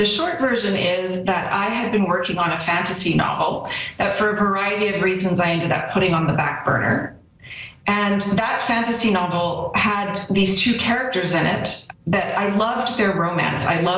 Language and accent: English; Calgary, Alberta, Canada; born or raised there